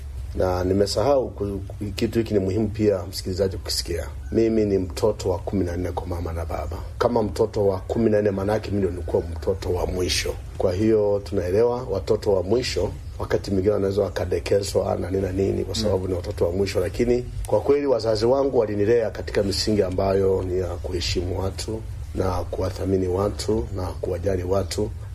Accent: Tarime, Mara, Tanzania; born there; also born or lived in Serengeti / Nyasura; Nimezaliwa Serengeti miaka hii kadhaa iliyopita, na baada ya pale naishi sehemu inaitwa Mtomara, sehemu inaitwa Nyasura, kijiji cha Nyasura. Miaka ya 85 tukahama pale, tukahamia Tarime mjini, na tukao tumewekeza makazi pale Tarime mjini.

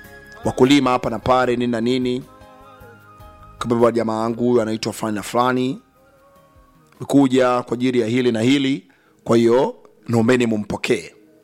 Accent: Mbeya, Tanzania; Ni mshikaji ambaye nimetoka naye Mbeya. Tulikuja kutafuta maisha.

